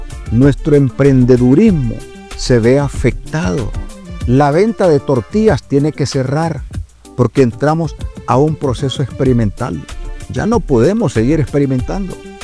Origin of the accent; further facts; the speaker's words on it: Honduras; lo que me tiene así en esta condición emocional como hondureño